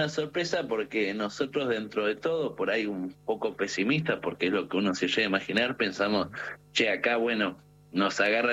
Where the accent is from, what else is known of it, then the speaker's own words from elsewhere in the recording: Mar del Plata, Buenos Aires Province, Argentina; Tengan en cuenta que nosotros dos somos de Mar del Plata, así que el Dibu es lo más grande y el mayor